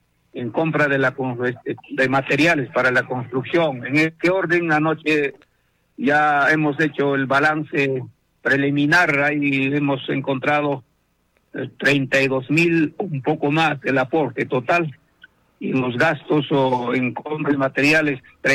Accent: Peru; todos los que somos hijos de Coypapampa vamos a llevar la retama.

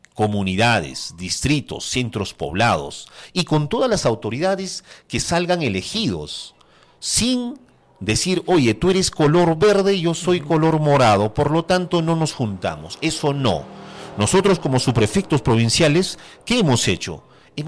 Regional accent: Ayacucho, Peru

